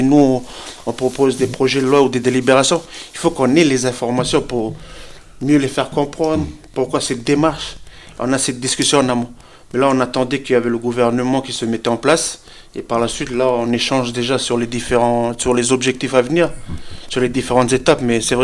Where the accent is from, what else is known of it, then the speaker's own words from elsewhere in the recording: Lifou, Loyalty Islands Province, New Caledonia; chez moi à Lifou